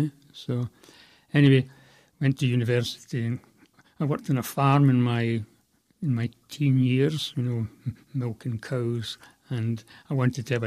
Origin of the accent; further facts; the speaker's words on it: Scotland, United Kingdom; also born or lived in Belfast; Well, I was born in Belfast, 1948. I think my father worked in the shipyards in Belfast during the war. You know, my mother's from Belfast, my father from the west of Scotland. We moved to the west of Scotland when I was a baby